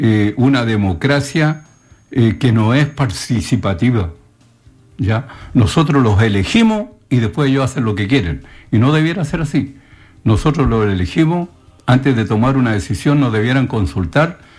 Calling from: Chile; hoy día si hay algo que realmente nos frustra como chilenos

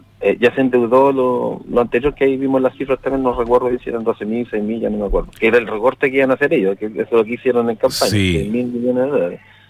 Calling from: Chile

